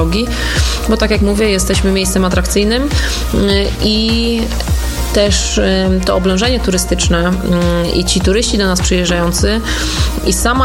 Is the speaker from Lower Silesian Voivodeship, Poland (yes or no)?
yes; Wrocław, Lower Silesian Voivodeship, Poland; Ja się urodziłam we Wrocławiu. We Wrocławiu mieszkałam 26 lat. Tam też chodziłam do liceum, do siódemki.